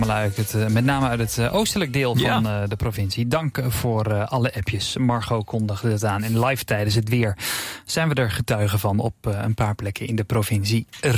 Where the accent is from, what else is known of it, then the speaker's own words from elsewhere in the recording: Netherlands; Dus we weten als Nederlanders hoe het is om daar te winnen.